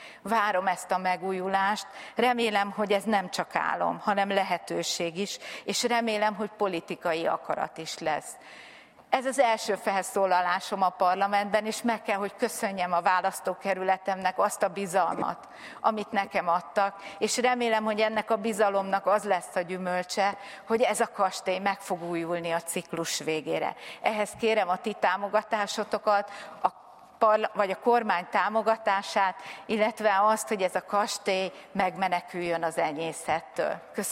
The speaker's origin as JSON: {"language": "Hungarian", "town": "Ráckeve", "region": "Pest", "country": "Hungary", "tie": "born or raised there", "said": "Ennek a kastélynak a falai között generációk, köztük én is ott nőttem föl."}